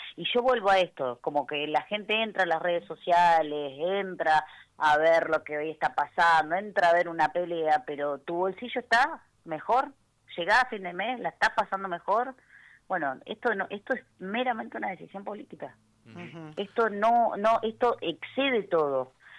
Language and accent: Spanish; Argentina; lo que más lamento como argentina